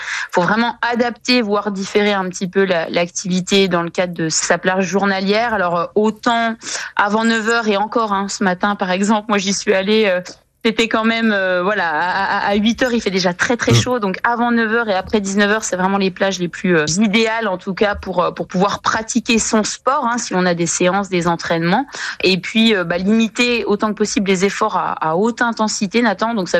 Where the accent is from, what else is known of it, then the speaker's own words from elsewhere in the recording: Bourgogne-Franche-Comté, France; j'aurais jamais cru en tant que jurassienne